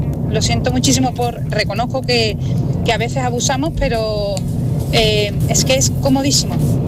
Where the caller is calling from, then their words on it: Cáceres, Extremadura, Spain; yo vivo en Cáceres